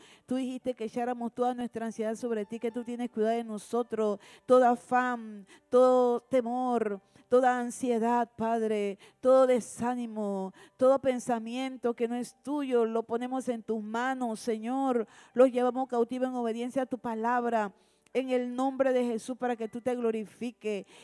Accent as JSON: {"language": "Spanish", "country": "Panama", "said": "Somos panameños"}